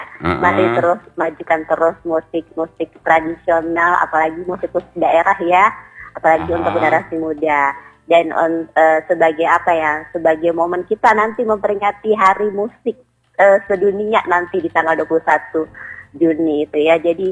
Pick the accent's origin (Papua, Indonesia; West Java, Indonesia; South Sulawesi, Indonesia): West Java, Indonesia; Depok; Meskipun saya bukan orang Sunda, tapi saya besar, tumbuh dan besar di daerah Sunda itu di Depok.